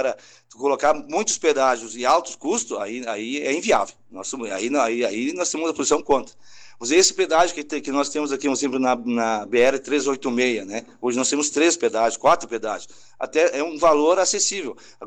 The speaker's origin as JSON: {"language": "Portuguese", "area": "Ijuí", "region": "Rio Grande do Sul", "country": "Brazil", "said": "nós somos aqui de Juiz"}